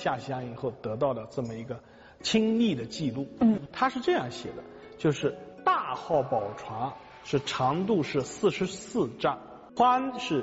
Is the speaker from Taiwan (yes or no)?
no; China